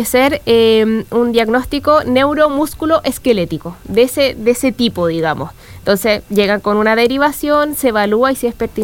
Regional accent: Viña del Mar, Valparaíso, Chile; No, yo soy de Forestal.

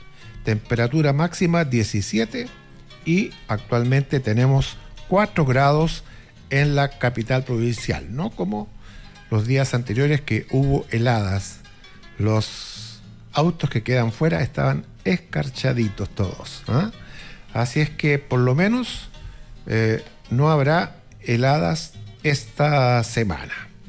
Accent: Chile; Pues, somos chilenos, pues.

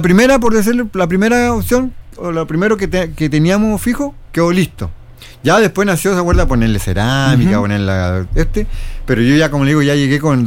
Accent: Juan López, Antofagasta, Chile; yo llevo 11 años en Juan López, pero yo crecí en Juan López. Y está igual de opaco de cuando yo era chiquitito

